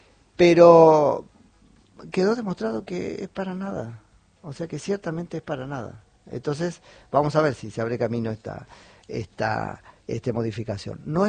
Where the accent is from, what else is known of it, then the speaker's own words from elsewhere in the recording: Argentina; O sea, pagamos carísimo como argentinos, independientemente de los resultados, el proceso electoral del año pasado.